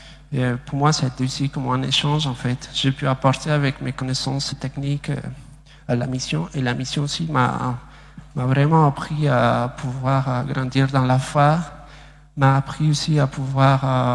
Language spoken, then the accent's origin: French; Bolivia; j'ai 25 ans et je suis bolivien. Je viens de la Bolivie, en fait, je se trouve en Amérique du Sud.